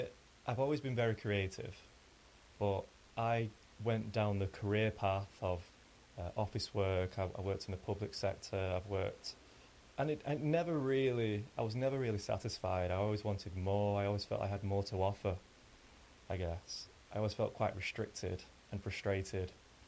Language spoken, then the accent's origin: English; Dukinfield, North West England, United Kingdom; now in Mossley, United Kingdom; I'm 33, I've grown up here, I live in Mosley, but I grew up in Duckingfield, and yeah, I'm a local